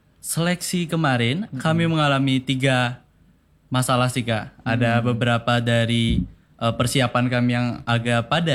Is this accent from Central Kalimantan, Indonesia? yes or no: yes; Kuala Kapuas, Central Kalimantan, Indonesia; kami di sini pendatang dari Kuala Kapuas.